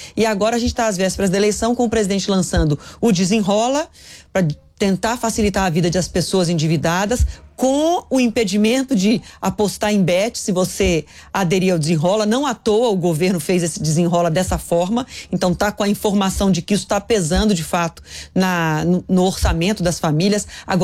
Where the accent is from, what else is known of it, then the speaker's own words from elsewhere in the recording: Minas Gerais, Brazil; como mineiro, eu falo, tem muita água para passar debaixo da ponte